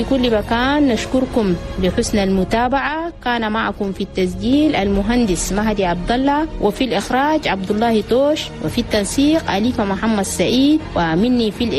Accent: Chad; عاداتنا وتقاليدنا وقيمنا التشادية ودائما خليه يكون بيناتنا نشر هنا رسالة ثقافة السلام والتعايش السلمي لأن بلدنا تشاد كان زمان الناس يرفوه بالحروب وعدم الاستقرار

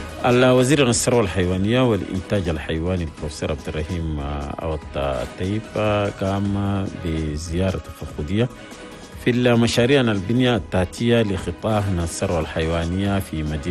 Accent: Chad; هنا بلدنا تشاد

